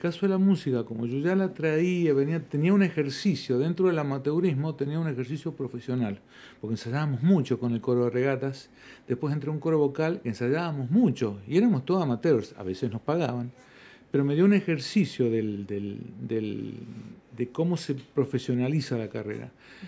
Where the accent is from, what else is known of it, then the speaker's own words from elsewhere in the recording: Tartagal, Salta, Argentina; born there; also born or lived in Rosario / Jujuy / Chubut; now in Mendoza, Argentina; Te puedo decir, mira, nací en Tartagal, me bautizaron en Rosario de Santa Fe. Mi cédula de identidad es de Jujuy, mi primer DNI es de Comodoro Rivadavia, provincia de Chubut.